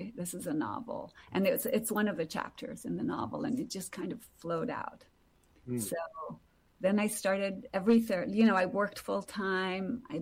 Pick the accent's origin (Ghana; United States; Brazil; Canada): Brazil; moved away; growing up in Brazil, which is a country full of inequalities